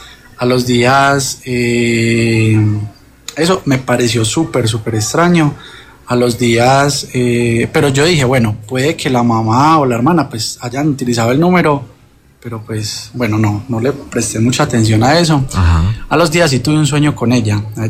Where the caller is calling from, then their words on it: Bello, Antioquia, Colombia; De Bello, Antioquia.